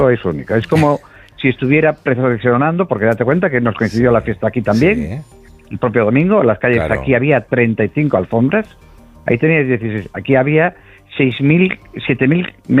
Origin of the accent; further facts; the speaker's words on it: Ponteareas, Galicia, Spain; Somos de Pontareas y aunque